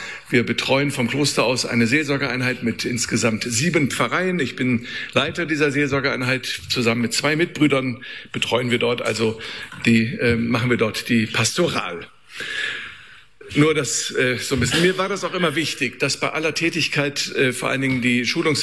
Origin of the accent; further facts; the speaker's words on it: Bremen, Germany; moved away as an adult; also born or lived in Frankfurt / Freiburg; Ich stamme aus Bremen, bin durchs Studium in den Süden Deutschlands gekommen. Ich habe zunächst bei den Jesuiten studiert, weil ich Jesuitenschüler bin aus Bremen.